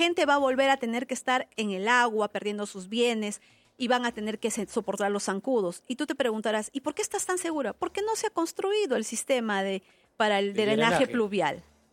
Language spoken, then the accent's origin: Spanish; Peru; el gran poder que tenemos los peruanos.